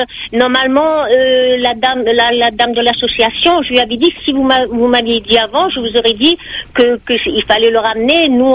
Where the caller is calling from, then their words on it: Saint-Paul, Réunion; Moi, j'habite à Stella, du côté de comment on appelle ça, de rue Cassiopée.